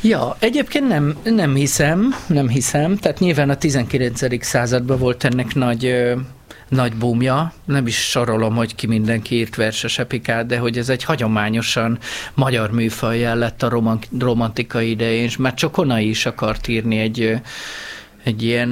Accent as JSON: {"language": "Hungarian", "town": "Keszthely", "region": "Zala", "country": "Hungary", "tie": "born there", "said": "a Keszthelyi járást többek között az én szülőházammal, a szülő otthonnal visszacsatolták Zala megyébe. Csak az a baj, hogy én akkor már meg voltam születve fél éve. Úgyhogy én Veszprém megyébe születtem."}